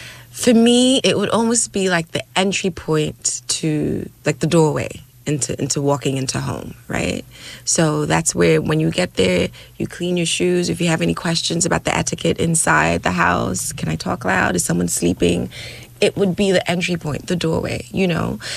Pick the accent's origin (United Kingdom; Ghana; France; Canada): Ghana; born there; I'm a Ghanaian. I was born in Ghana. I can speak my language